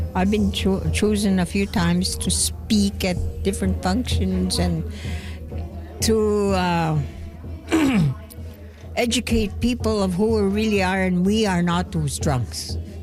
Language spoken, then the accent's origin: English; Beardy's and Okemasis First Nation, Saskatchewan, Canada; now in Saskatoon, Canada; I'm from Beardies and Okemosis First Nation.